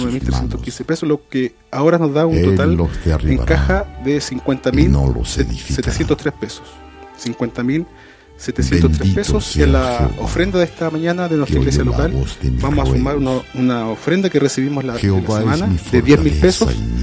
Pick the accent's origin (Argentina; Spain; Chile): Chile; yo soy chileno y hablo español